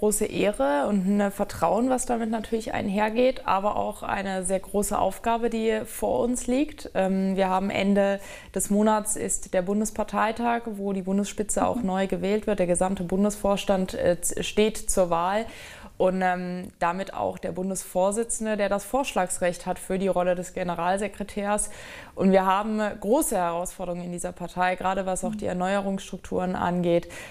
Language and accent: German; Ettlingen, Baden-Württemberg, Germany; Naja, Ettlingen bleibt absolut meine Heimat. Es ist eine wunderschöne Stadt, die mir sehr, sehr am Herzen liegt, genauso wie die gesamte Region. Meine Familie wohnt hier